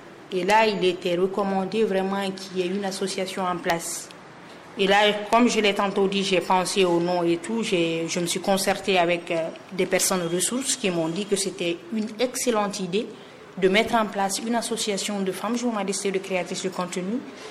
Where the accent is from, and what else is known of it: Conakry, Guinea; born or raised there